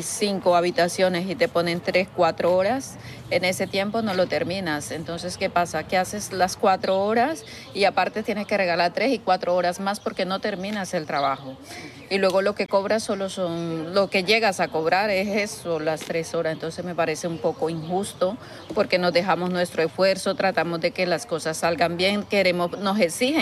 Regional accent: Colombia; now in Spain; Yo soy colombiana, bueno, colombiana, llevo 25 años en España, pero soy de Colombia.

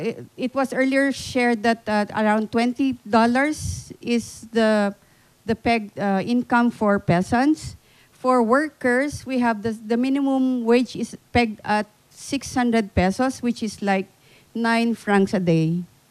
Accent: Philippines; moved away

